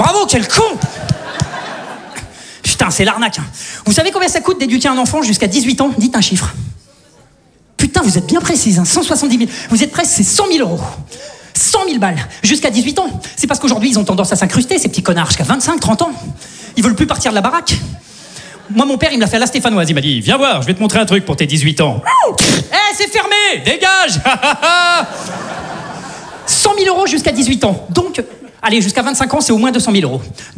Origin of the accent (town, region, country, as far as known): Saint-Étienne, Auvergne-Rhône-Alpes, France